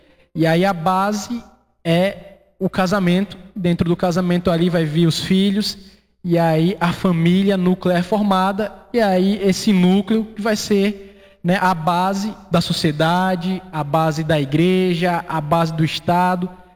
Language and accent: Portuguese; Ponto Novo, Bahia, Brazil; moved away as an adult; now in Guanambi, Brazil; eu venho do norte da Bahia, né, de Ponto Novo, ali no sertão, quase Juazeiro. E eu cheguei, né, recentemente para trabalhar aqui na região de Guanambi.